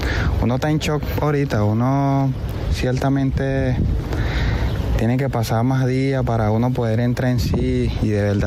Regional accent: La Guaira, Venezuela; born or raised there

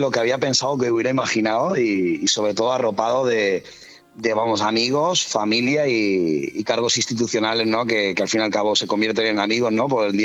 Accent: Benidorm, Valencian Community, Spain; sobre todo orgulloso de ser benidormense, de que mi tierra pueda hacer de anfitriona, ¿no?

